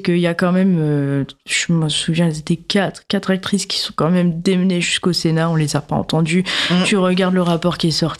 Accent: Hauts-de-France, France; je viens du Nord

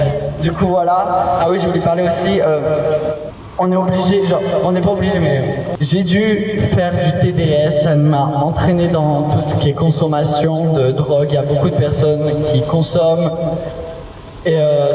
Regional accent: Marseille, Provence-Alpes-Côte d'Azur, France; j'ai été placé en 2019 par l'aide sociale à l'enfance département des Bouches-du-Rhône. Je suis de Marseille

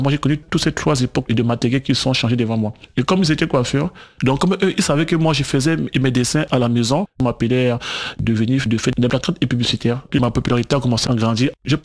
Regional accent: Port-Gentil, Ogooué-Maritime, Gabon; born there; Comme vous avez dit au début, je suis né à Port-Gentil, mais de parents camerounais.

